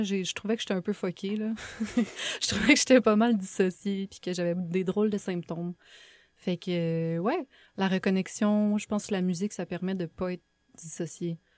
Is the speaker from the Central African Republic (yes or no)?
no; Sherbrooke, Quebec, Canada; je viens de Sherbrooke.